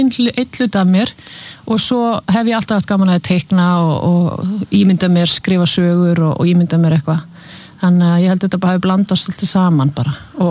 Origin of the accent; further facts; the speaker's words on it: Húsavík, Northeastern Region, Iceland; Já Ég er frá Húsavík